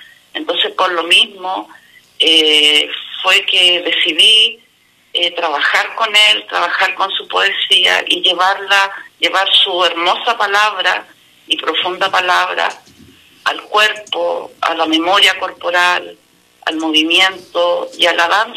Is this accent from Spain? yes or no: no; Concepción, Biobío, Chile; born there; now in Tomé, Chile; siendo también el tomecinada igual que él, porque yo nací en Concepción, él nació, bueno, en Punta Arenas, y también ya llevo radicada varios años acá en la comuna